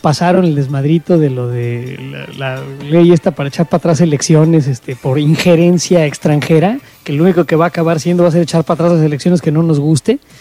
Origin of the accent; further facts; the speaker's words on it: Mexico; porque soy mexicano y llevo 57 años en esta tierra, que México pues tiene una alta tasa de desempleo